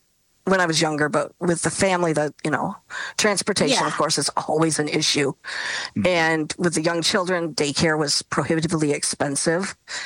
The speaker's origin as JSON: {"language": "English", "town": "Grand Rapids", "region": "Michigan", "country": "United States", "tie": "born or raised there", "said": "Originally from Grand Rapids."}